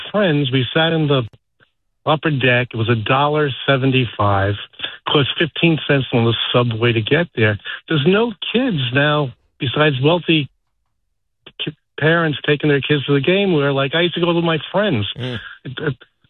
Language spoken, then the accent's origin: English; New York City, New York, United States; now in New Jersey, United States; I'm 77 years old. I grew up in New York City, a Yankee fan.